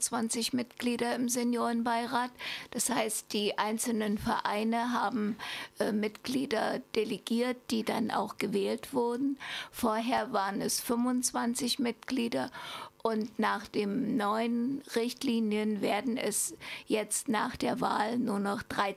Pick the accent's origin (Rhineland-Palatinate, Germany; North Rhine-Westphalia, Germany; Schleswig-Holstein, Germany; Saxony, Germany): Saxony, Germany; Chemnitz; moved away as an adult; now in Greifswald, Germany; ich komme ursprünglich aus Chemnitz, Karl-Marx-Stadt Chemnitz. Nach dem Studium bin ich dann hier nach Greifswald gekommen